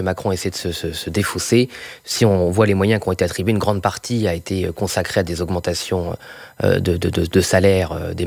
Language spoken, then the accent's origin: French; Boulogne-sur-Mer, Hauts-de-France, France; born there; Moi, je suis né à Boulogne-sur-Mer, donc ma famille, comme beaucoup de familles des Hauts-de-France